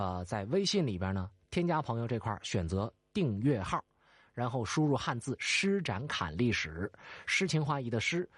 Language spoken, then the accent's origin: Chinese; Northeast China, China; 用我们东北一句土话来讲